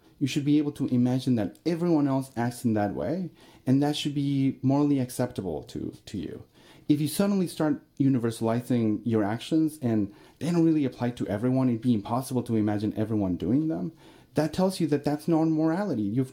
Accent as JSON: {"language": "English", "region": "Mexico City", "country": "Mexico", "tie": "born or raised there", "moved": "as an adult", "lives_now": "United States", "said": "I'm originally from Mexico City. I lived there for the first 19 years of my life, then decided I wanted to come to the U.S. to study college, to do college"}